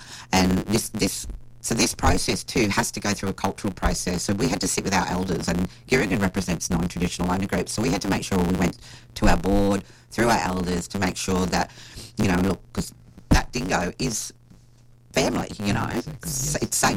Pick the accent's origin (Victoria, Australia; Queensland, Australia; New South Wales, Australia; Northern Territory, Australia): Queensland, Australia; Tully; born or raised there